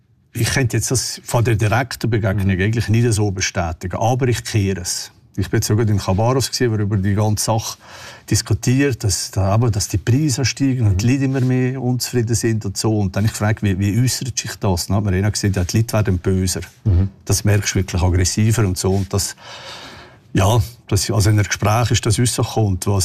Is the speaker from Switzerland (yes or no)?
yes; Switzerland; ich bin jetzt aus der Schweiz